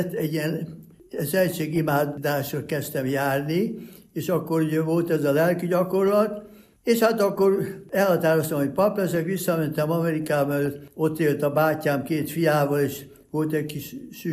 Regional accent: Oradea, Bihor, Romania; moved away as an adult; also born or lived in Budapest, Hungary / Szeged, Hungary; now in United States; Budapesten születtem, 4 éves koromban elkerültünk, nagyszüleim, édesapámat kinevezték Fölhosszú Nagyváradra, ami akkor magyar lett egy pár évre, 40-be, és aztán ott növelkedtem

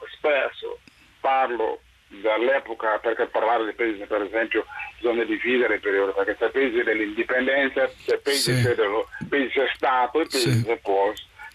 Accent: Guinea; questo a un certo punto mi ha portato ad essere persona non grata nel mio paese, sì, in Guinea

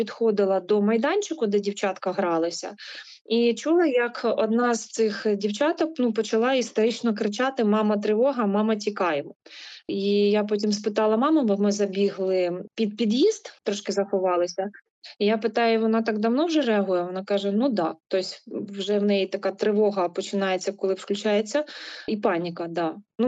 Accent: Kyiv, Ukraine; Це моє рідне місто, це місце, де я народилася, це місце, де пройшло моє дитинство, де я працюю. Тут все рідне.

